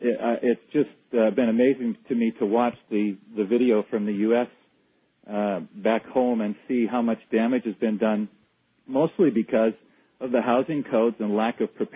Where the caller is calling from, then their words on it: Hong Kong; calling from Hong Kong.